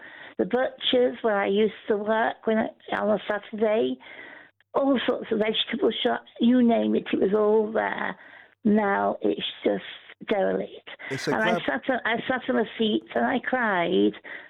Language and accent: English; Northwich, North West England, United Kingdom; moved away; I returned home to my hometown, Northwich in Cheshire